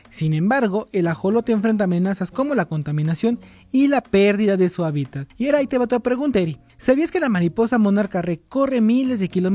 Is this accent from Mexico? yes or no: yes; Mexico; nuestro sentir como mexicano.